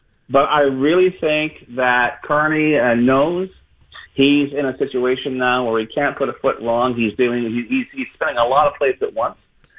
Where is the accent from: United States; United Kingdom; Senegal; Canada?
Canada; Montreal, Quebec; There was a time I really was proud to say I was from Montreal. There was a time I looked at Montreal and said, man, this is a great place. This is a mark. There is no other place like this on earth.